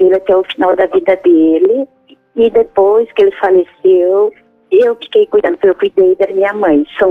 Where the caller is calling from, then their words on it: Paraná, Brazil; Do Paraná.